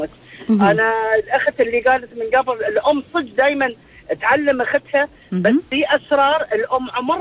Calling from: Khobar, Eastern Province, Saudi Arabia; انا من الخبر

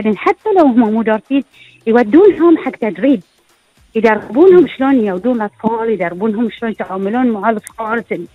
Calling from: Bahrain; وإحنا كبيئة بحرينية، أنا أتكلم عن البحرين

